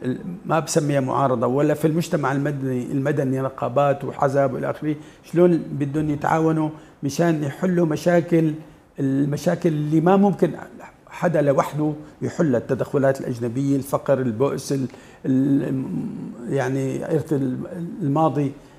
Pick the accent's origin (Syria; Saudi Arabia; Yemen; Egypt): Syria; أنه في تدخل نحن ما لنا كسوريين، بقصد ما لنا عايشين بالفراغ